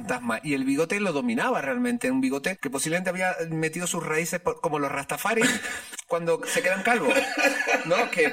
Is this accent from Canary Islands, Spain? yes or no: yes; La Palma, Canary Islands, Spain; en La Palma, desde donde yo soy, eran latinos heavy.